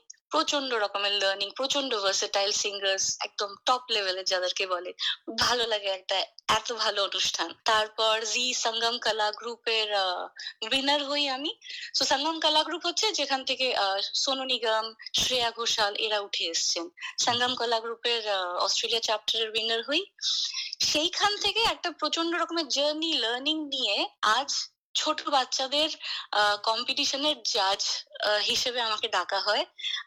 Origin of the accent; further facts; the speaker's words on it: Assam, India; moved away; also born or lived in Bangalore; আমি আসামের বাসিন্দা, তো অসমীয়া গান শুনতাম, বাংলা ভাষা প্রচন্ড, বাংলা ভাষায় গান আর গান সঙ্গীত চর্চা বাড়িতে হতো। ব্যাঙ্গালোরে পড়াশোনা করেছি